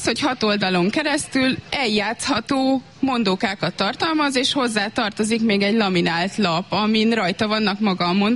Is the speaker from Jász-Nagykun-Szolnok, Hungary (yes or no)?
yes; Jászboldogháza, Jász-Nagykun-Szolnok, Hungary; a gyerekeim is itt nőnek föl, mint ahogy én is itt nőttem föl